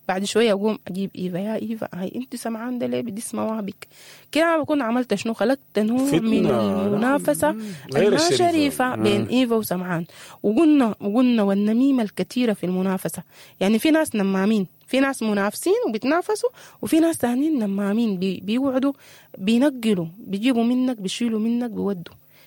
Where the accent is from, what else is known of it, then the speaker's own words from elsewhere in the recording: Sudan; ونحن ده حاصل عندنا في السودان كثير جدا في سياساتنا الكبيرة ولا سياساتنا الصغيرة, حتى في مجتمعاتنا.